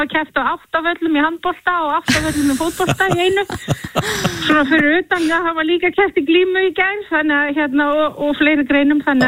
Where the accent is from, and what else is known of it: Kópavogur, Capital Region, Iceland; born or raised there